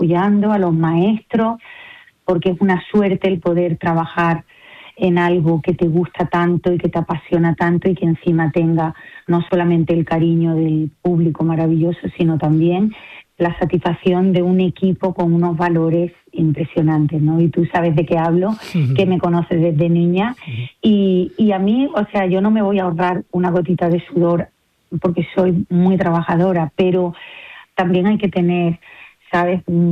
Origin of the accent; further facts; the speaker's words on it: Andalusia, Spain; Y ha sido súper mágico porque los tres somos andaluces y los tres es que nos emocionábamos